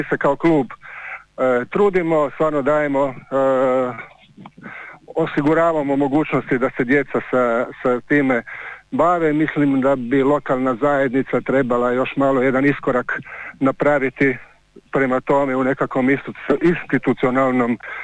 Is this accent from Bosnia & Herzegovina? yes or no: no; Lošinj, Primorje-Gorski Kotar County, Croatia; kod nas na Lošinju